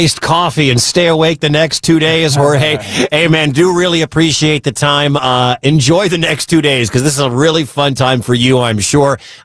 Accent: Detroit, Michigan, United States; now in Des Moines, United States; When I'm in Des Moines, Iowa, that's where I live. But my family and where I grew up is in Detroit.

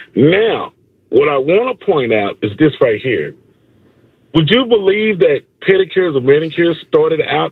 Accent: Fort Worth, Texas, United States; No, I'm from Fort Worth, Texas. Fort Worth, Texas.

